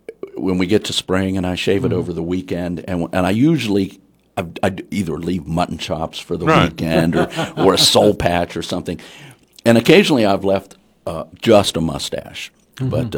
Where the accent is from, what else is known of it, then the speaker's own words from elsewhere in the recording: Wheeling, West Virginia, United States; end, you know, I grew up in Wheeling.